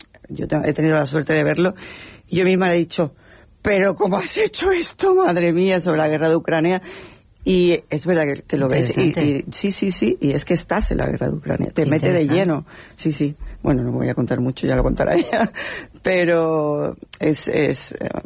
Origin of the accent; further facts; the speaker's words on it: Conil de la Frontera, Andalusia, Spain; also born or lived in Madrid; Sí, yo soy de Conil.